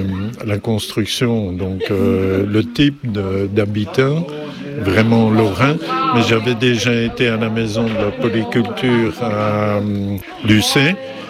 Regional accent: Belgium; now in Ménil-la-Tour, France; je viens de Belgique. Donc, ça fait 17-18 ans que je suis ici à Ménil-la-Tour.

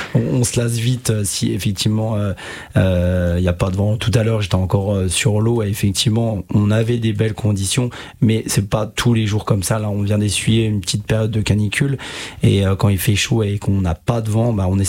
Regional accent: Metz, Grand Est, France; et moi, justement, je suis issu de Messin, hein, j'ai pratiqué la voile optimiste dès la scolarité primaire, dès le CM1, CM2.

